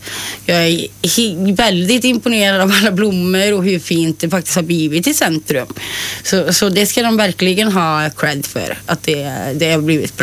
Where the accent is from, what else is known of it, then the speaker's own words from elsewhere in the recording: Västerås, Västmanland County, Sweden; jag är uppvuxen i Kronogården, på lördagar och söndagar så är det otroligt mycket sopor ute